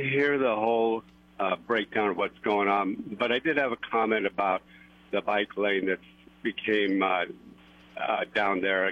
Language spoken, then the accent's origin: English; Santa Margarita, California, United States; I'm from Santa Margarita, but I'm down there, you know, 2 or 3 times a week.